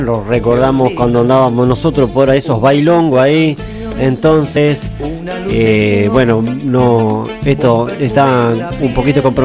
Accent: Tala, Canelones, Uruguay; moved away as an adult; now in Maldonado, Uruguay; Porque nosotros también venimos desde el departamento de Canelones, de la ciudad de Tala, ahí donde está instalada Radio Bolso FM Online. Desde ahí nosotros venimos hace 30 años, 30 y pico de años que estamos por acá

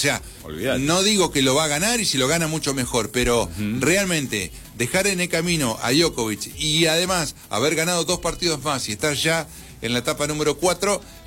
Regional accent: Argentina; Como argentino le digo esto

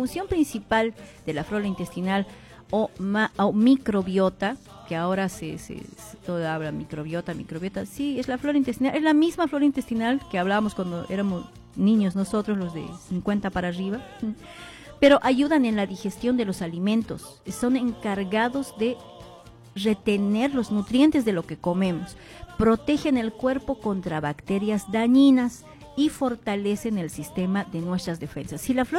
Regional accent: Bolivia; now in Argentina; nosotros, como comunidad boliviana en Argentina

